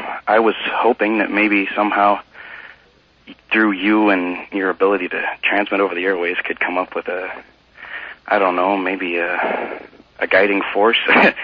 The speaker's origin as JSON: {"language": "English", "town": "Pasco", "region": "Washington", "country": "United States", "said": "I'm from Pasco."}